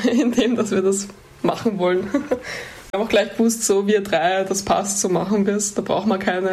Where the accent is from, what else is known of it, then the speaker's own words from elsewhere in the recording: St. Pölten, Lower Austria, Austria; wir kommen beide aus St. Pölten. Das ist die Hauptstadt von Niederösterreich, also das Bundesland neben Wien.